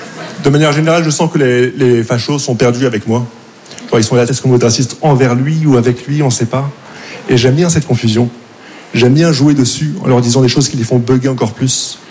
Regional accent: Casablanca, Casablanca-Settat, Morocco; j'ai grandi au Maroc.

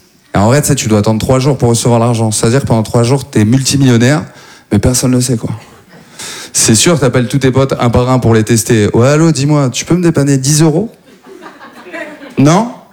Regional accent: Maubeuge, Hauts-de-France, France; now in Paris, France; moi à la base en plus je viens pas du tout de Paris, moi je viens de Maubeuge, donc c'est vraiment, ouais c'est l'ascension sociale là

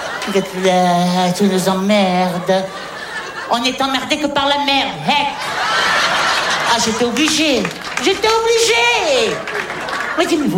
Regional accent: Hauts-de-France, France; Mais non, je suis du Pas-de-Calais.

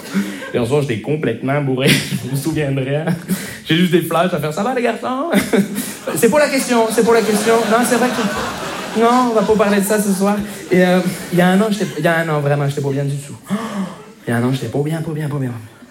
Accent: Montreal, Quebec, Canada; Bonjour, je me présente … je viens de Montréal.

